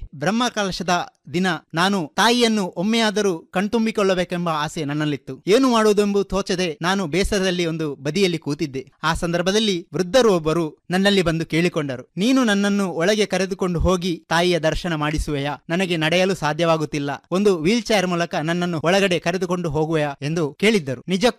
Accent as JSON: {"language": "Kannada", "town": "Devandabettu", "region": "Karnataka", "country": "India", "said": "ನಮ್ಮ ಊರಿನ ಗ್ರಾಮದೇವತೆಯಾದ ದೇವಂದಬೆಟ್ಟು ಶ್ರೀ ಲಕ್ಷ್ಮೀ ವಿಷ್ಣುಮೂರ್ತಿ ದೇವಸ್ಥಾನದ"}